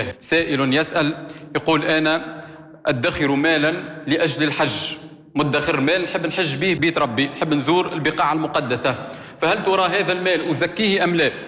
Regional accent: Tunisia; في بلادنا تونس

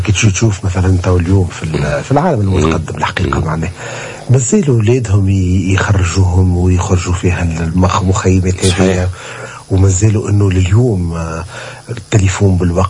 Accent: Tunisia

